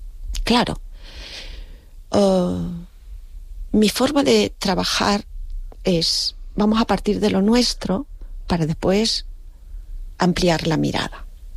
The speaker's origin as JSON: {"language": "Spanish", "area": "El Hierro", "region": "Canary Islands", "country": "Spain", "said": "yo soy del Hierro"}